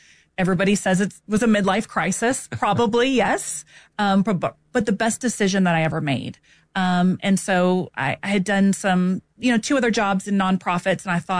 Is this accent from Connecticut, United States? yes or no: no; San Antonio, Texas, United States; So born and raised in San Antonio, Texas. 44 years old as of today